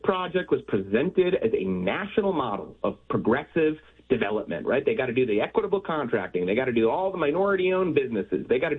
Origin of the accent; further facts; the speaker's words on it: West Bloomfield, Michigan, United States; one in right in his backyard there in West Bloomfield, Michigan, which is my hometown